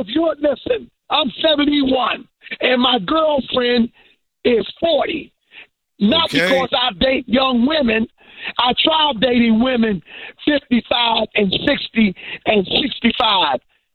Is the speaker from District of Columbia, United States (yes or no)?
yes; Washington, District of Columbia, United States; I'm calling you from Capitol Hill, Washington, D.C. Okay. All right. Where I was born, where I worked for the federal government, and I was born and raised.